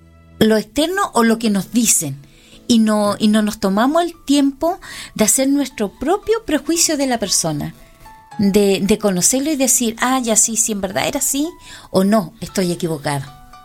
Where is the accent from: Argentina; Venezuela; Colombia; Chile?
Chile; yo decía, ¿de dónde vienes tú? De la... Yo no quería nombrar la O'Higgins. Entonces yo decía, de la Pablo, la que está detrás de la O'Higgins.